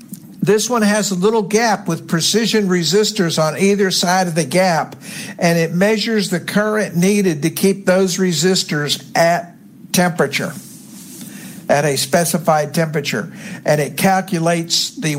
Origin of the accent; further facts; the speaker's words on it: Florida, United States; moved away; I grew up in Florida